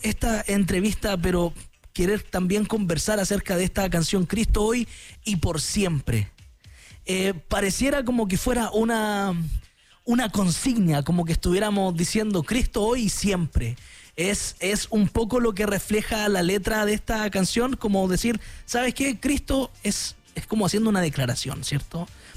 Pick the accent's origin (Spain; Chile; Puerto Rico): Chile; para mí como chileno